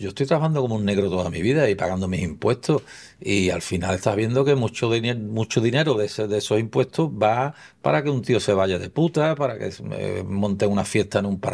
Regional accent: Spain; Yo soy una persona que como somos los españoles, que nos calentamos algunas veces

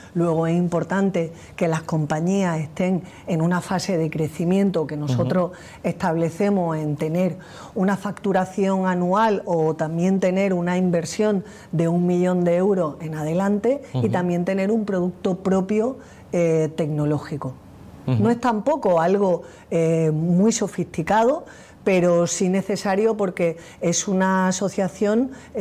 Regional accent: Málaga, Andalusia, Spain; born there; also born or lived in Jaén; now in Madrid, Spain; estoy hibridada, podemos decir. Yo siempre digo que nací en Málaga, mi padre era de Jaén, mi madre de Granada, así que andaluza y andaluza oriental

